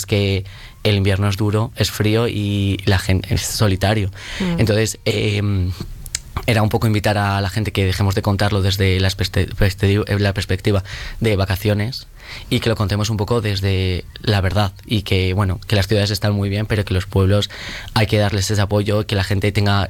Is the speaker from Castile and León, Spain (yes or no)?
yes; Castile and León, Spain; en mi pueblo, por ejemplo, ha habido un grupito que se ha juntado este año para ir a las piscinas de Villadiego